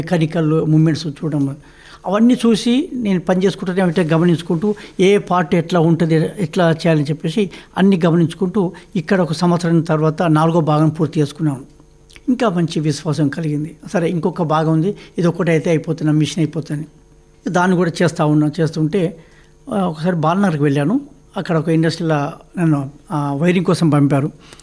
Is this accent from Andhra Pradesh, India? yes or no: no; Sharajipet, Telangana, India; moved away as an adult; also born or lived in Aler / Hyderabad; నా సొంత ఊరు పూర్వం నల్లగొండ జిల్లా ఆలేరు మండలం షారాజీపేట.